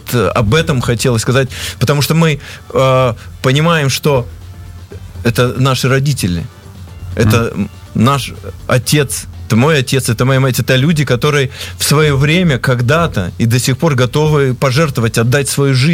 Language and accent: Russian; Siberia, Russia; я сам вырос в Сибири